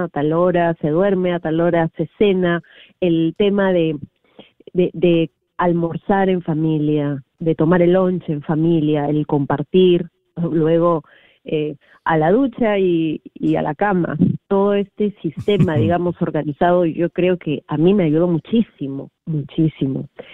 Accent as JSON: {"language": "Spanish", "region": "Lima", "country": "Peru", "tie": "born or raised there", "said": "En Lima, sí, ya, correcto, ajá. En Lima, crecí en Lima"}